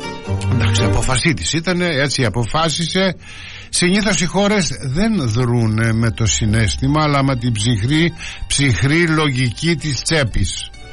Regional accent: Greece

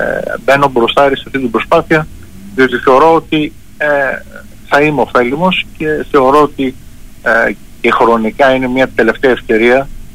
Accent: Western Greece, Greece

